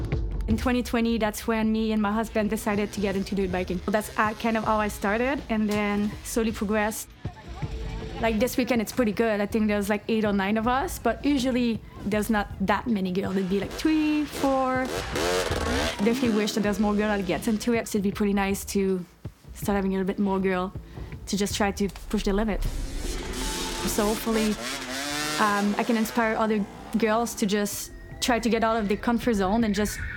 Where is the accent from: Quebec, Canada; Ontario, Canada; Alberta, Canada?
Quebec, Canada; I'm from Quebec.